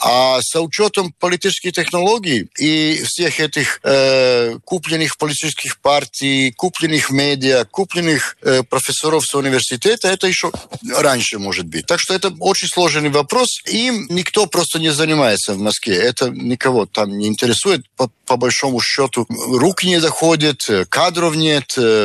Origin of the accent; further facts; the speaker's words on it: Serbia; now in Moscow, Russia; мы из Сербии приехали в Москву, ищем здесь поддержку какую-то для наших медиа патриотических, для нашего движения туда-сюда.